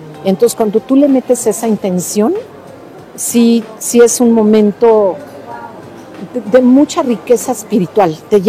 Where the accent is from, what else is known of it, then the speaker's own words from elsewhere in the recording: Mexico City, Mexico; nosotras que somos de la Ciudad de México